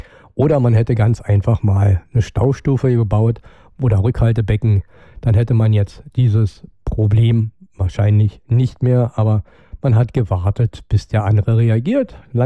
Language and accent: German; Brandenburg, Germany; Und die Ministerin sieht das natürlich anders, wie wir als Brandenburger das auch anders sehen